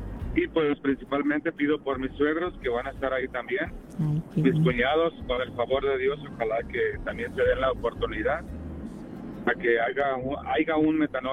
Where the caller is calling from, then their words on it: Hesperia, California, United States; de aquí de Hesperia.